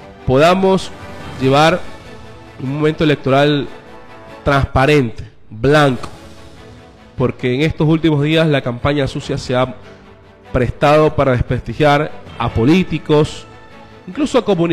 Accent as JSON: {"language": "Spanish", "country": "Ecuador", "said": "todos los días me da orgullo de ser ecuatoriano."}